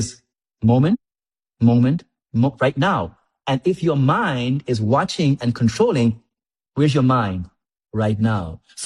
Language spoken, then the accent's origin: English; Grand Turk, Turks & Caicos Islands; As a small little boy growing up on West Road, barefoot, running around by the salt pond, and to be in certain places in the world and to be able to showcase my talent as a little boy from Grand Turk, I'm so proud to be a Turks-Caicos Islander.